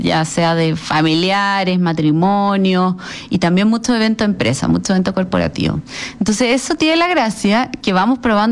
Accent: southern Chile, Chile; Yo soy sureña, alemana, y soy muy agridulce.

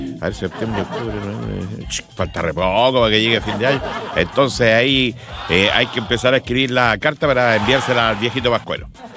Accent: Padre Hurtado, Chile; ¿Somos o no somos solidarios los chilenos? Con todo ese ejemplo que nos dejó el padre Alberto Hurtado Cruchaga. Y ay, ¿verdad? Pues yo vivo cerca. Allá en mi tierra, ya vio ahí en Padre Alberto Hurtado.

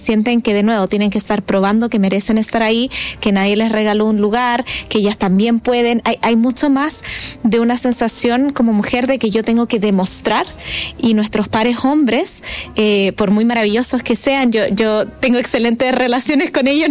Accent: Scotland, United Kingdom; Yo crecí mucho tiempo en Escocia, en el Reino Unido, entonces bastantes libros como de autores locales

